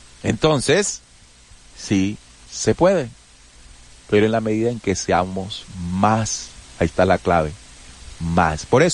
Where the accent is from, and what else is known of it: Colombia